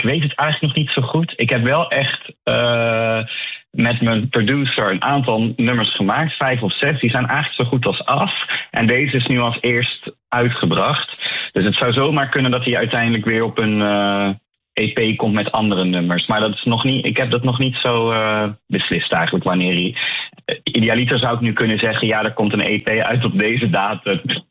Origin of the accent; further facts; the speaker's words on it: Oud-Gastel, North Brabant, Netherlands; Ik kom dus zelf uit Oud-Gastel, dat is een dorp bij Roosendaal. In het westen van Brabant.